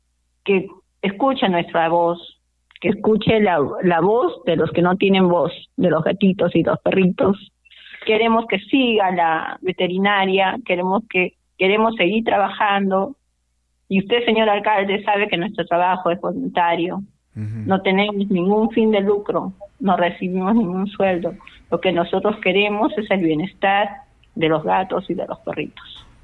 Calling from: Tacna, Peru; yo vivo en Leguía.

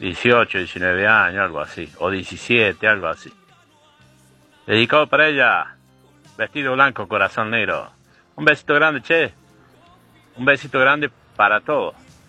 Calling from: Almafuerte, Argentina

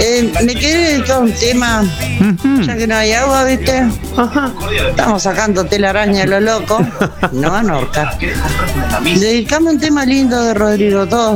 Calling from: Córdoba, Argentina; Soy cordobés

